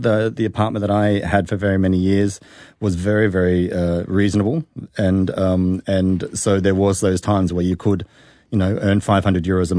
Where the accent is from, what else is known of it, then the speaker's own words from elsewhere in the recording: Australia; accent: Australian; It's still after a few beers, I still then kind of pick up my Australian accent agai